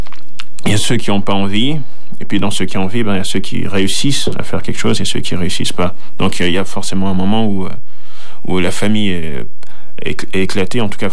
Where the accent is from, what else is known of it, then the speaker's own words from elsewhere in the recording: Mozambique; also born or lived in Guinea; Je suis guinéen d'origine, mais j'ai vécu que 2 ans vraiment en Guinée. Et le reste, je l'ai passé au Mozambique